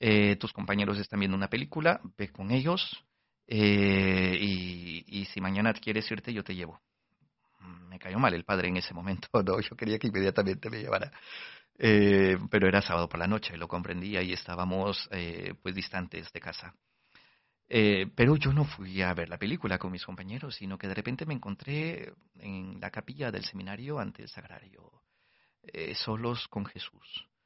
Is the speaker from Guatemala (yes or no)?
yes; Guatemala; uno de los tantos volcanes en mi país, en Guatemala